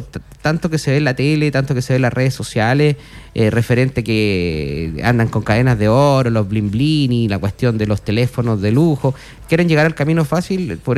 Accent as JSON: {"language": "Spanish", "country": "Chile", "said": "yo vengo de la Pola donde mi entorno está lleno de droga. Personalmente lo digo, soy totalmente abierto. El entorno de donde yo vivía, había mucha gente que traficaba, tenía soldados en la esquina."}